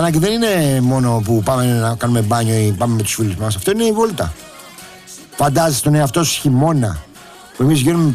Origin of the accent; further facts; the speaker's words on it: Corfu, Ionian Islands, Greece; από την Κέρκυρα.